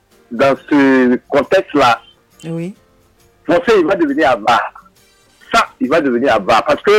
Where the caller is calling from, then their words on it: Abidjan, Côte d’Ivoire; Je suis même à Cocody.